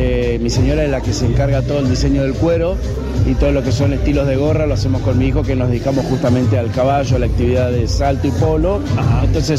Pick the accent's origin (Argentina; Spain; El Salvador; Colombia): Argentina; Villaguay, Entre Ríos; moved away; muchos años estuve afuera de mi ciudad natal y bueno, tuve la suerte de poder volver